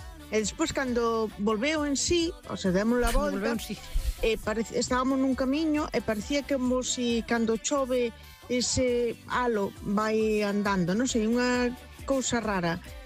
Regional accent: Cambre, Galicia, Spain

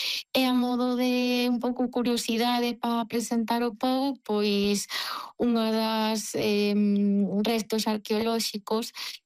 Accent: Outeiro de Laxe, Galicia, Spain; a miña aldea é Outeiro de Laxe, ubícase no concello de Allariz, a 8 quilómetros, na parroquia de Santa Mariña de Augas Santas

